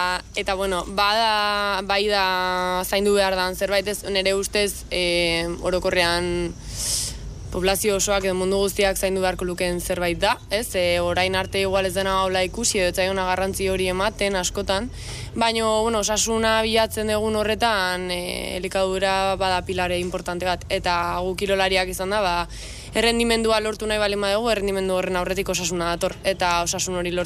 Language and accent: Basque; Hernani, Basque Country, Spain; Hernanikoa naiz, eta hau hirugarren urtea izango da Tolosan.